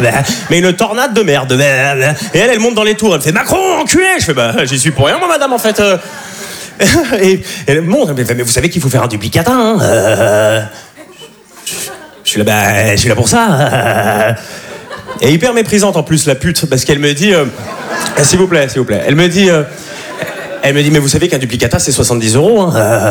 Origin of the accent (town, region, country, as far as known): Switzerland; now in Paris, France